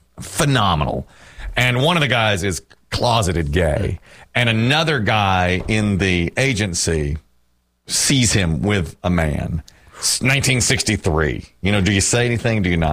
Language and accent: English; Asheboro, North Carolina, United States; Caleb, the kid from Ashboro, my hometown, who was on Love Island